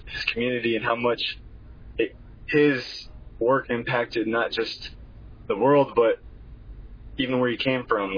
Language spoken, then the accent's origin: English; Gila River Indian Community, Arizona, United States; I come from District 5 of the Hilly River Indian Community